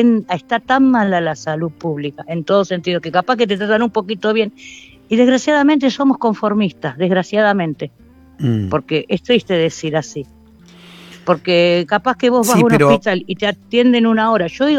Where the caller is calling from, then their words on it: Morón, Buenos Aires Province, Argentina; de Morón.